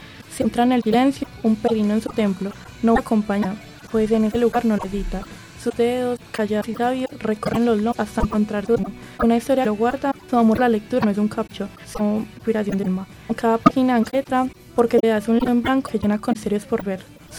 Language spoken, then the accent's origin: Spanish; Medellín, Antioquia, Colombia; also born or lived in Peru; now in Bello, Colombia; Yo nací en Aranjuez, en el hospital La Piloto.